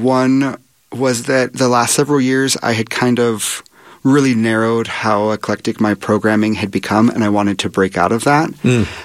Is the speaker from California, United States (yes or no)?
no; Oregon, United States; I'm from Oregon. We have a lot of people that tie themselves to trees.